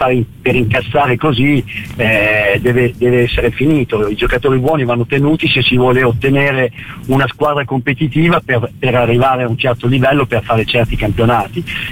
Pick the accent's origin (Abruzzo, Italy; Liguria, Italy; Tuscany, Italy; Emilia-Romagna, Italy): Emilia-Romagna, Italy; io sono emiliano